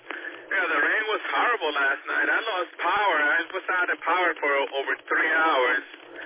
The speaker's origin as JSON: {"language": "English", "region": "New Jersey", "country": "United States", "also_born_or_lived": "Georgia", "lives_now": "Florida, United States", "said": "I'm usually up from the north, I'm from Jersey, and things are not, you know, you get the storms, but not as bad."}